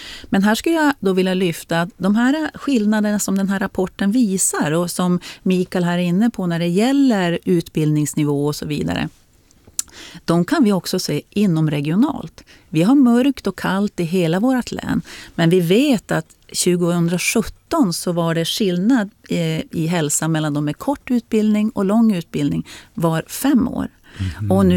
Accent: Norrbotten County, Sweden; Och som norrbottning så är det ju en ganska sorglig läsning

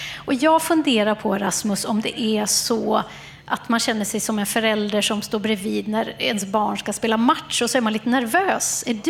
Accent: Borås, Västra Götaland County, Sweden; born there; Tillbaka på min gamla skola, Myroskolan i Brämhult i Borås.

